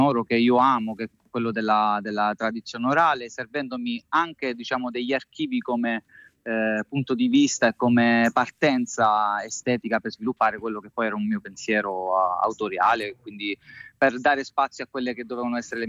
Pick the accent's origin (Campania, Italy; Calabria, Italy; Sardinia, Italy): Calabria, Italy; Cataforio; moved away as an adult; also born or lived in Rome; now in Apulia, Italy; io sono nato e cresciuto a Cataforio, in Aspromonte, in provincia di Reggio Calabria. Fino a 23 anni sono stato lì, poi una, diciamo, parentesi a Roma per circa 10 anni, in questo momento invece vivo in Puglia, quindi un ritorno a sud però dall'altra parte